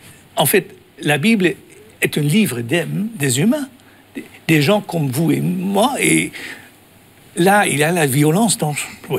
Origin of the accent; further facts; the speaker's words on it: Netherlands; first language Dutch; French is a second language; je suis néerlandais.